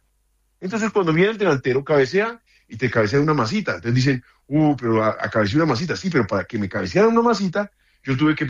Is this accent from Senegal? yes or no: no; Colombia; also born or lived in Argentina; Pero que yo me sienta contento de ver a mi selección jugar, eso es otra cosa.